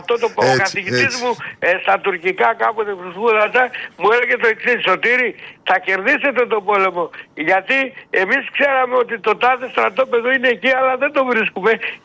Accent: Kastoria, Western Macedonia, Greece; Όταν έγινε στο χωριό μου στην Καστοριά, από την άλλη μεριά, όταν έγινε βενζινάδικο μετά από πολλά χρόνια, έκλεισε μετά από λίγο καιρό.

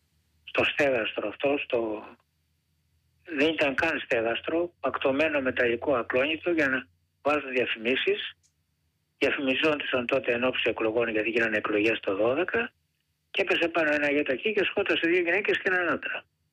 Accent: Gortynia, Peloponnese, Greece; την πατρίδα μου κάτω από τη Γουρτινία

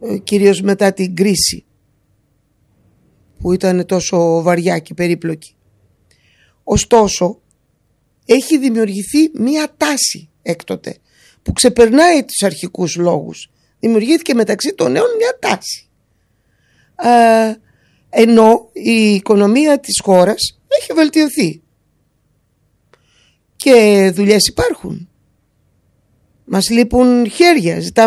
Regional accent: Greece; Το κάνω επειδή είμαι Ελληνίδα

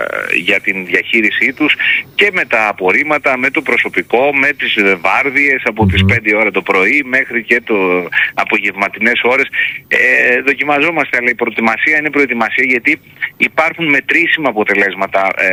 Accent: Greece; now in Preveza, Greece

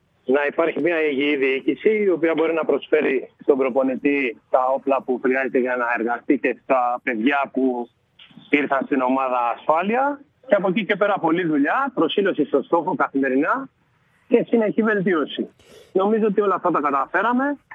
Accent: Keratsini, Attica, Greece; Εγώ είμαι ένα παιδί που γεννήθηκα και μεγάλωσα στην Αμφιάλη, στην περιοχή της Αμφιάλης.

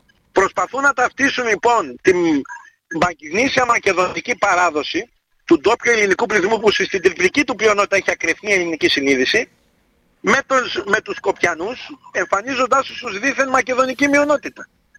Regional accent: Florina, Western Macedonia, Greece; now in Thessaloniki, Greece; Εγώ γεννήθηκα και μεγάλωσα στη Φλόρινα. Ο πατέρας μου μιλούσε το τοπικό ιδίωμα.

